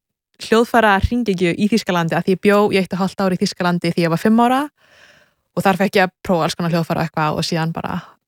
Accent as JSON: {"language": "Icelandic", "town": "Kollafjörður", "region": "Capital Region", "country": "Iceland", "tie": "born or raised there", "lives_now": "Germany", "said": "Sko, náttúrulega, í Kollafirði eru fá hús, þannig að ég var náttúrulega mjög mikið út að leika sem barn og náttúrulega mjög mikið náttúra."}